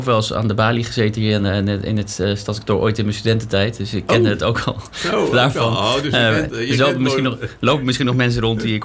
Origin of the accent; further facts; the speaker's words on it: Zeeland, Netherlands; moved away as an adult; also born or lived in Utrecht; now in Montfoort, Netherlands; Ik ben geboren en getogen in de omgeving Vlissingen. Dus ik kom uit Zeeland. Daar ben ik opgegroeid in een gezin van 5 kinderen, jongste van 5.